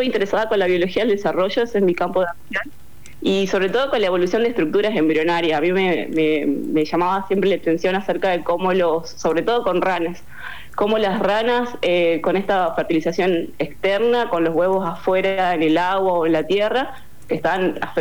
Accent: Jujuy, Argentina; moved away as an adult; also born or lived in Córdoba / Tucumán / Chile / Germany; yo vengo de Jujuy

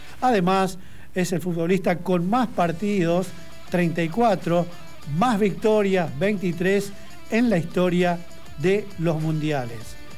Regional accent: Argentina; yo soy del país de Lionel Messi

